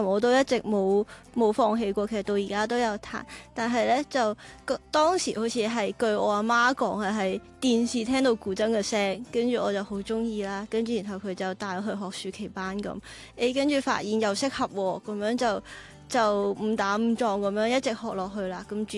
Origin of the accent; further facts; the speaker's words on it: Macau; moved away as an adult; also born or lived in Beijing, China; now in Guangzhou, China; 咁我係嚟自澳門，係澳門土生土長嘅。